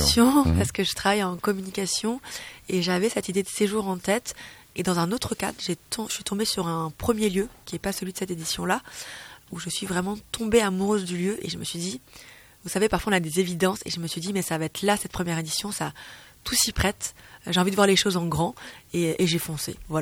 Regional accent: France; Moi, j'ai la double culture. Je suis née et j'ai grandi en France, mais mes deux parents sont malgaches.

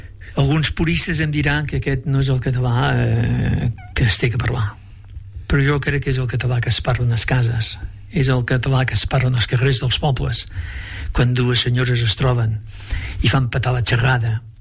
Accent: Aragon, Spain; moved away; m'he criat a la Franja de Ponent, en aquestes terres formidables en què el català el volien proscriure.

